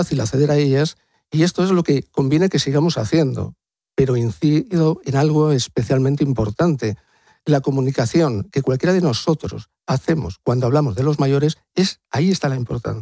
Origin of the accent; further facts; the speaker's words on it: Madrid, Community of Madrid, Spain; Yo soy del pueblo de Madrid.